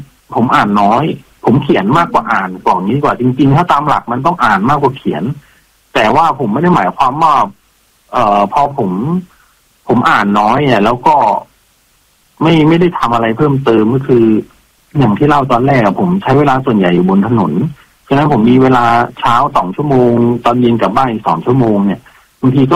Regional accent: Saraburi, Thailand; เขาเป็นคนสระบุรีเหมือนกับผมคือผมเมื่อเกิดที่สระบุรี

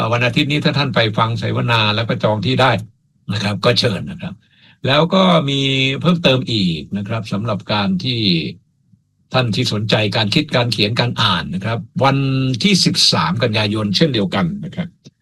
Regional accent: Pak Chong, Nakhon Ratchasima, Thailand; ผมเป็นคนปากช่อง

